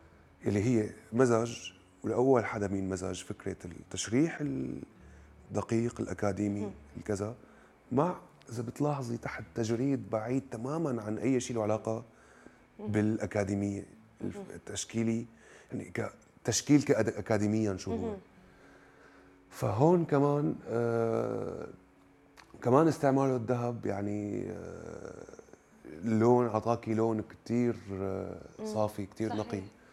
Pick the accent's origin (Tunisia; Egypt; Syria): Syria; بتعرفي احنا كسوريين عم نموت جوع